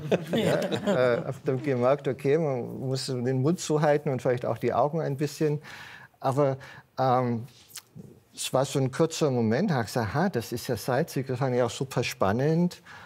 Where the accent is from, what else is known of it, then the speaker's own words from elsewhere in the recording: Southern Germany, Germany; Ich stamme aus Süddeutschland